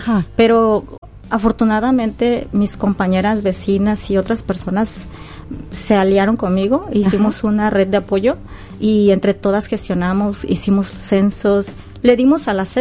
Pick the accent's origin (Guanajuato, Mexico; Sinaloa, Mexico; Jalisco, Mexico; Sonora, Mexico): Sinaloa, Mexico; also born or lived in Oaxaca; Yo no nací aquí en Sinaloa, yo nací en el estado de Oaxaca. Mis raíces son oaxaqueñas. Y pues mis papás decidieron traernos acá a trabajar a la zafra. Entonces es muy chiquita, como entre 5 o 6 años.